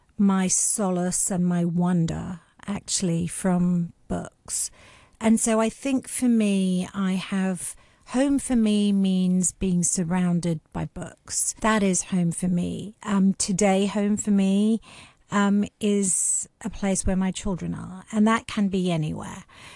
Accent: Hong Kong; growing up in Hong Kong as a Hong Kong Indian person, I think it was a lonely experience.

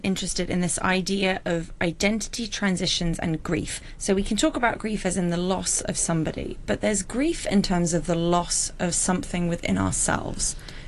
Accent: Hong Kong; born there; when we were younger growing up in Hong Kong

